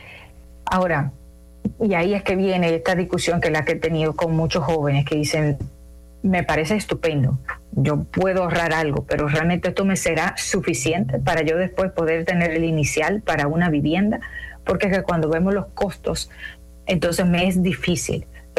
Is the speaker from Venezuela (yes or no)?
no; Dominican Republic; esa resiliencia nos marca como dominicanos.